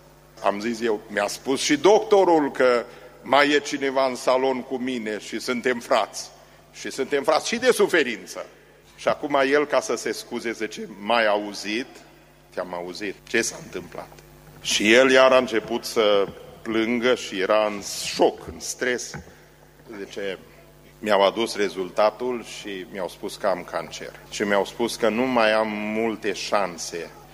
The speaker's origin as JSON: {"language": "Romanian", "country": "Romania", "moved": "yes", "said": "Nu, zic, din Europa sunt."}